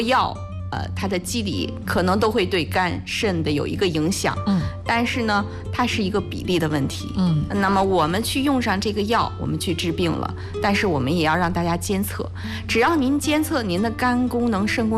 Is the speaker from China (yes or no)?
yes; China